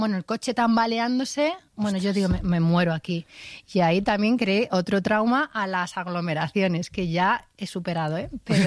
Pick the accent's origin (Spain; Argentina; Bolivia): Spain; O sea, era todo como todos estamos juntos, somos españoles todos. Somos españoles todos y lo que nos importa es la familia.